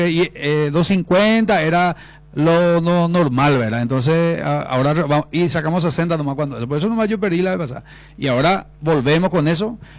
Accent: Carayao, Caaguazú, Paraguay; Yo soy del barrio San Francisco.

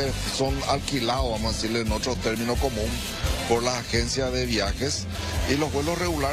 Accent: Paraguay; de este momento que estamos pasando como paraguayos

